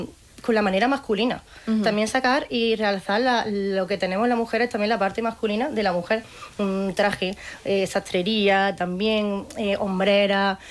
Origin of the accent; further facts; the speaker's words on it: Andalusia, Spain; Soy andaluza, llevo las raíces por bandera, ¿no?